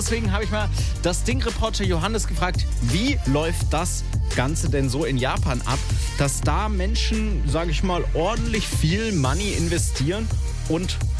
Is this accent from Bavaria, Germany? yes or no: no; Baden-Württemberg, Germany; Also da, wo ich herkomme, zumindest im Schwabenländle.